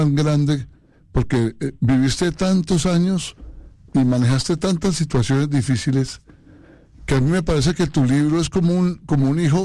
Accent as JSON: {"language": "Spanish", "region": "Bogotá", "country": "Colombia", "said": "yo soy bogotano."}